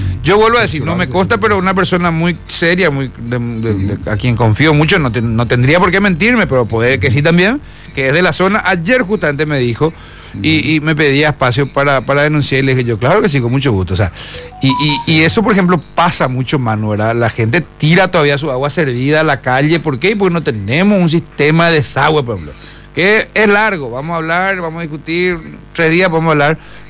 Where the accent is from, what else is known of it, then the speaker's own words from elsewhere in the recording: Luque, Central, Paraguay; Nosotros acá de Julio Correa siempre formamos parte del Luque.